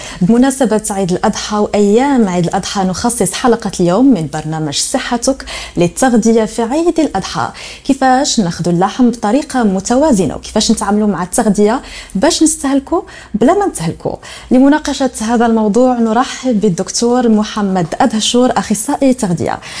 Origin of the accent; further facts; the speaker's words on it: Morocco; او تقليد اللي حنا عارفينه كمغاربه؟